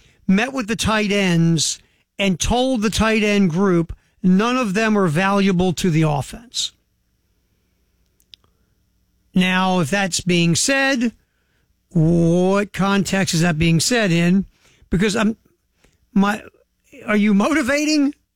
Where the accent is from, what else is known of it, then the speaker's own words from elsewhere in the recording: Baltimore, Maryland, United States; growing up in Baltimore